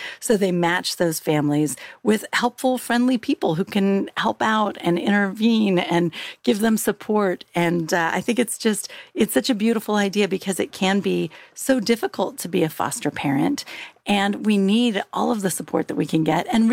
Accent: Middletown, California, United States; I grew up near Middletown in Valley, California.

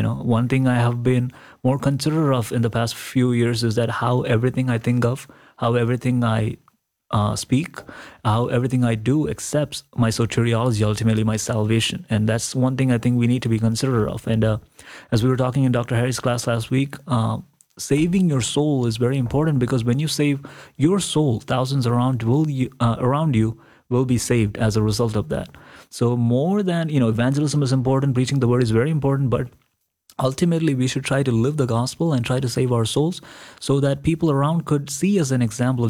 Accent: Kerala, India; growing up in India, growing up in Kerala always brings a smile to my face when I think about it

